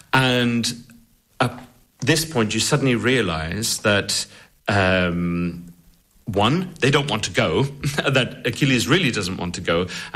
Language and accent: English; Connacht, Ireland; I'm a baritone from Connemara